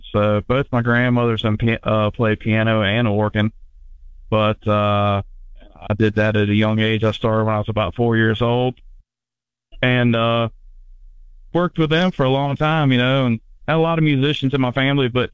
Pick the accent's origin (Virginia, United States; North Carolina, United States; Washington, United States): Virginia, United States; especially growing up in the Tidewater, Virginia area, with all our, we have Norfolk Naval Base and so many bases around and Army bases, but a lot of military presence where I'm from.